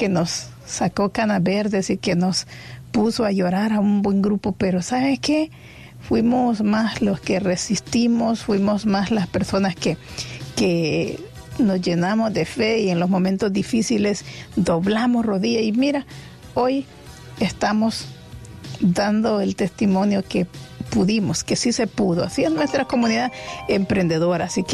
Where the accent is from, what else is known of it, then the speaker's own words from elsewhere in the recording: Santa Rosa de Lima, La Unión, El Salvador; now in United States; Yo ya estaba con la mente en la feria de Santa Rosa de Lima, allá de mi pueblo.